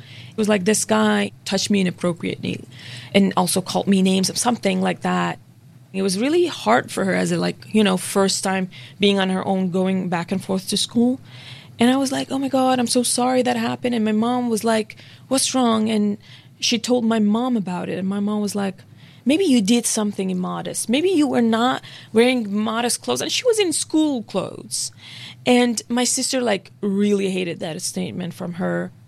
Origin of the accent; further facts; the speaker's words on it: Iran; now in United States; It's very ironic because I'm from Iran and we can't have freedom of speech.